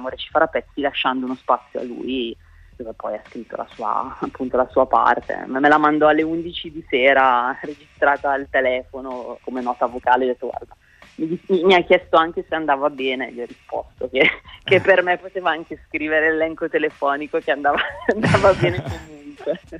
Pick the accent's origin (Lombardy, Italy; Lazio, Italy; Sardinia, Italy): Lombardy, Italy; Brescia; now in Bologna, Italy; vengo da Brescia originariamente, ormai vivo a Bologna da tanto tempo, ma Brescia è la mia città d'origine